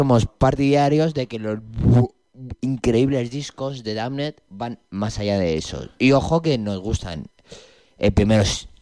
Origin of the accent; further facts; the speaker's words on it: Castile, Spain; yo soy castellano